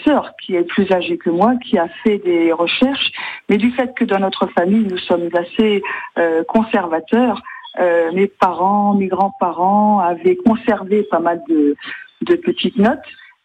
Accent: Hauts-de-France, France; born there; Moi, je suis née dans le Pas-de-Calais, ma sœur est née dans le centre de la France.

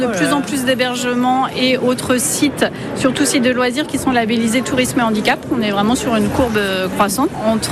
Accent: Brittany, France; J'étais sur le même salon à Lyon il y a quelques mois et de dire qu'on vient de la Bretagne, les gens nous citent souvent en exemple.

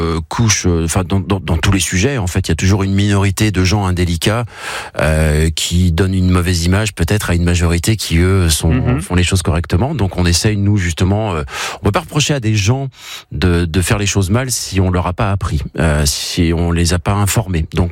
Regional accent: Brittany, France; je suis de Bretagne, on n'a pas de montagne chez nous

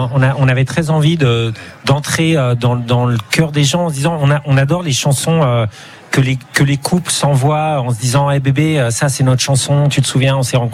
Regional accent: Auvergne-Rhône-Alpes, France; Et moi, je suis originaire de Haute-Savoie

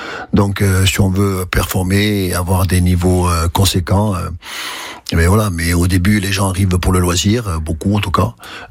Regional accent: Corsica, France; quand on est Corse, on peut nous aussi réussir.

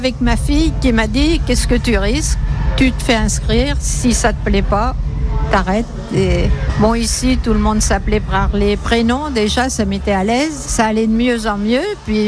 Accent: Tours, Centre-Val de Loire, France; born there; Je suis née à Tours déjà

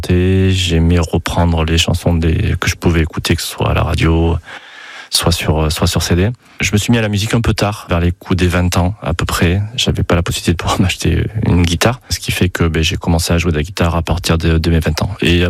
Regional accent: Terrasson-Lavilledieu, Nouvelle-Aquitaine, France; je suis originaire de Terrasse-en-Lavilledieu

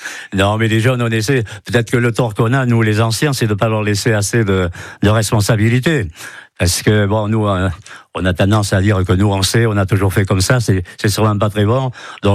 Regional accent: Nouvelle-Aquitaine, France; born there; j'ai fait comme beaucoup d'ados en Chalosse, de temps en temps on descend dans l'arène pour les fêtes patronales.

